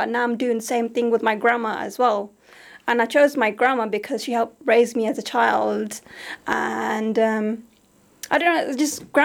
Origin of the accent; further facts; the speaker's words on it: Azad Kashmir, Pakistan; now in United Kingdom; yes, I'm from Azad Kashmir, but I'm also British. I'm both, and they make who I am as a person.